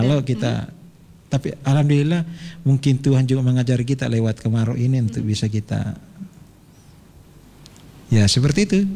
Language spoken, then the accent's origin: Indonesian; Mamuju, West Sulawesi, Indonesia; kita ini orang Mamuju